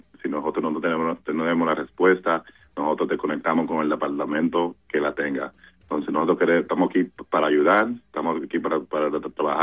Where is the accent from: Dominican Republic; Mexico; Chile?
Dominican Republic; now in Boston, United States; yo me estoy enfocando aquí en la ciudad de Boston, como dominicano, como latino, como hombre negro, joven